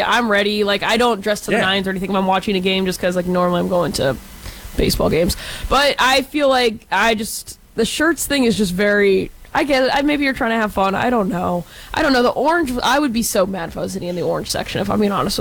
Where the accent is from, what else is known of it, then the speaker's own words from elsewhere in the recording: Texas, United States; I'm going to, if I made you mad with that accent, that's okay. I'm a Texan.